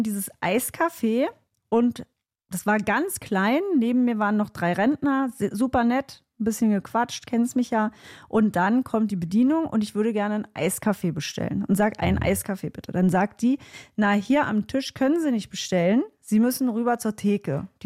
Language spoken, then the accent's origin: German; Seehausen, Saxony-Anhalt, Germany; das ist meine Heimatstadt und ich liebe meine Heimatstadt.